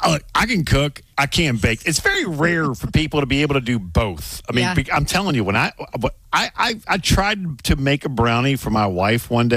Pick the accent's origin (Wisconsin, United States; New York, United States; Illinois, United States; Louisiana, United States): Louisiana, United States; I mean, you want red beans, you want gumbo, I'm from Louisiana.